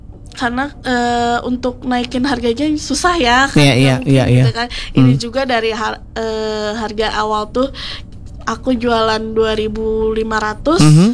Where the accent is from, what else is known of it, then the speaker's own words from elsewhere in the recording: Bandung, West Java, Indonesia; born there; aku lahir di Antapani dan jualannya juga di Antapani